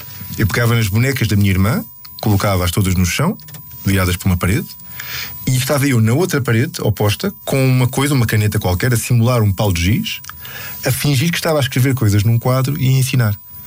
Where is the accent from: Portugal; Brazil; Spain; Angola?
Portugal; Lisbon; moved away; A minha infância foi passada ali no Lumiar, um bairro muito típico de Lisboa